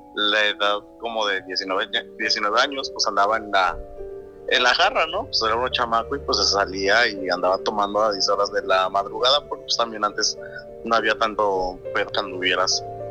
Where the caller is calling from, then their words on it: Guadalupe la Patrona, Veracruz, Mexico; Soy de Guadalupe la Patrona.